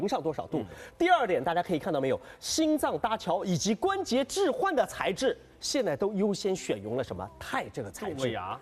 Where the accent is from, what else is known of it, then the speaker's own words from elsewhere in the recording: Shanghai, China; 我们上海人做菜还特别要把锅子洗干净。